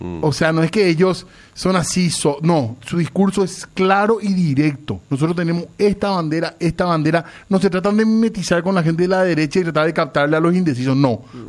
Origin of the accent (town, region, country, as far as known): Paraguay